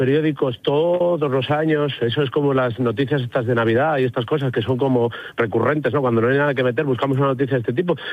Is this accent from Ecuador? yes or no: no; Spain; pero yo como contribuyente español adelanto una cantidad de dinero con mis impuestos